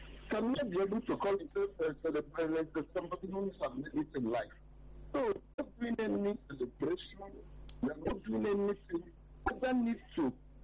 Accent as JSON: {"language": "English", "country": "Nigeria", "said": "Nigerians, we have been experiencing a lot."}